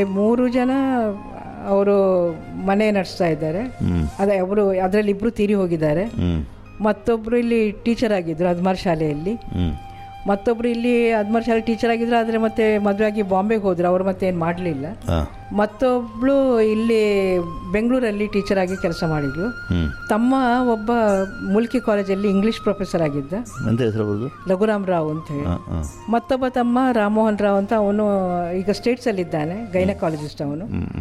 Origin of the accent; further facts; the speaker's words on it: Innanje, Karnataka, India; born there; also born or lived in Mumbai; now in Mangalore, India; ನಮ್ಮ ಹಳ್ಳಿಯಲ್ಲಿ ಇನ್ನಂಜೆ ಅಲ್ಲಿ ನಾನು ಕಲಿತದ್ದು.